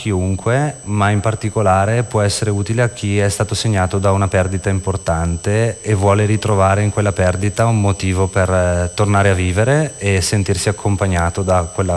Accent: Bergamo, Lombardy, Italy

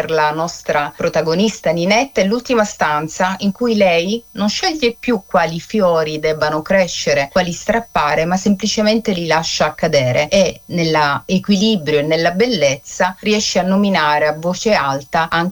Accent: Catania, Sicily, Italy

